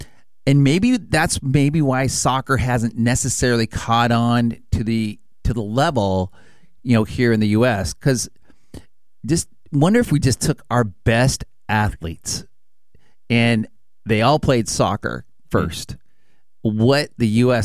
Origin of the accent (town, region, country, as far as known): United States